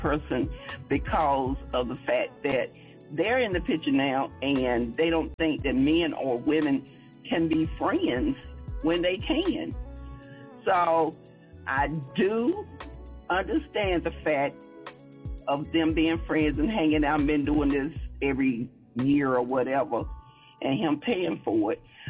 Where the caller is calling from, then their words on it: Raleigh, North Carolina, United States; I am calling from Raleigh, North Carolina.